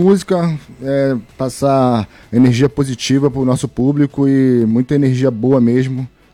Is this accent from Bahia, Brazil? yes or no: no; Arraial do Cabo, Rio de Janeiro, Brazil; eu sou da região de Figueira, aqui de Arraial do Cabo.